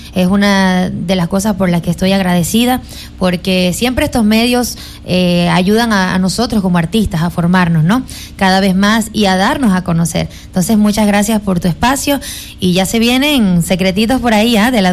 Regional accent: Venezuela; moved away as an adult; now in Ecuador; mi nacionalidad es venezolana. También soy orgullosamente venezolana

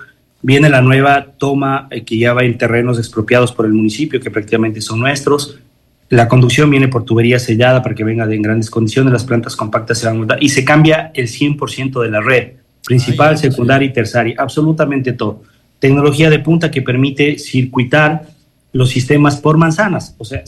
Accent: Guaranda, Bolívar, Ecuador; moved away as an adult; now in Quinsaloma, Ecuador; Yo de donde vengo, yo soy guarandeño de nacimiento, estuve en Guaranda hasta que cumplí 19 años y conocí con Quinsaloma y creí en esta tierra y me volví hijo de aquella.

